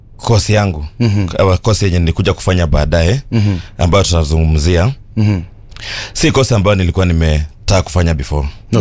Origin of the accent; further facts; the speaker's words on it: Nairobi, Kenya; mimi nimetoka Madhare.